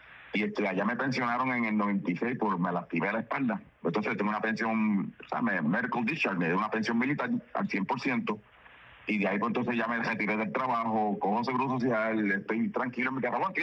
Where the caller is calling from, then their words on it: Puerto Rico; Yo estuve primero en el Navy, en la reserva del Navy en los años 80, aquí en Puerto Rico.